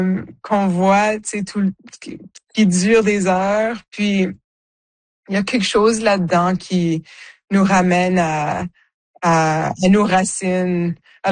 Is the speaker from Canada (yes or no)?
yes; the Prairies, Canada; c'est certainement d'où moi je viens. Mais je pense que n'importe qui vit dans les prairies a ce sentiment-là